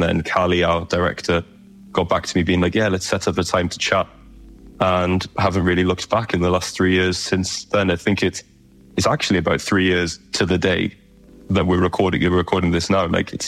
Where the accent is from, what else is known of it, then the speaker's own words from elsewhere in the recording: Aberystwyth, Wales, United Kingdom; My personal background is I grew up here in Aberystwyth, so right on the coast of Cardigan Bay, kind of surrounded by dolphins.